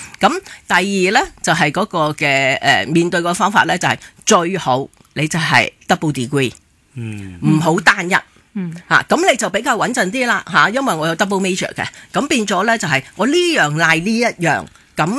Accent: Hong Kong

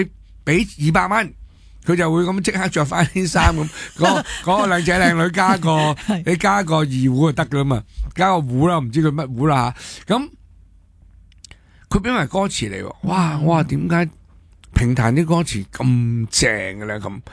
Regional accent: Hong Kong; 作为中国嘅香港人我就震惊。

